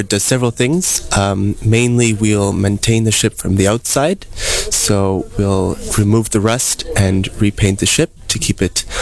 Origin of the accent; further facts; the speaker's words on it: Paraguay; I am from Paraguay.